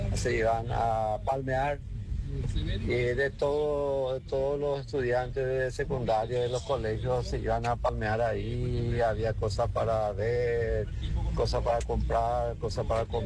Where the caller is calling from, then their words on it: Lambaré, Central, Paraguay; vivo en Lambaré nomás